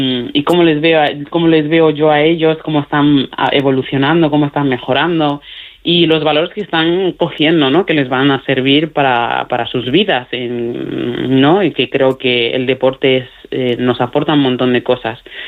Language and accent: Spanish; Mali; Spanish is a second language; moved away; hablo mejor el castellano y el gallego que mi propio dialecto. Y la suerte que tengo es que tengo una pareja maravillosa que también es de Mali y estamos volviendo a retomar el dialecto.